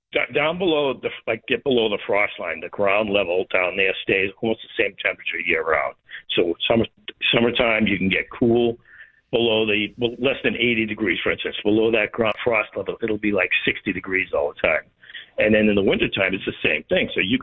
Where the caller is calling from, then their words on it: Kingston, Massachusetts, United States; from Kingston.